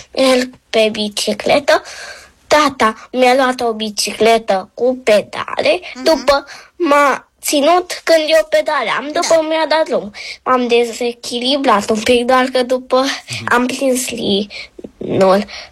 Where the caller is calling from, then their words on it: Bucharest, Romania; sunt din București, am 6 ani jumate